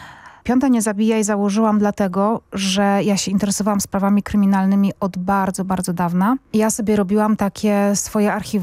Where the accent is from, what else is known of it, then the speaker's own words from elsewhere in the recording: Zabrze, Silesian Voivodeship, Poland; ja się wychowywałam na ulicy Sobieskiego, tam poza tym jest budynek Sobieskiego 100, nie w Warszawie, tylko w Zabrzu.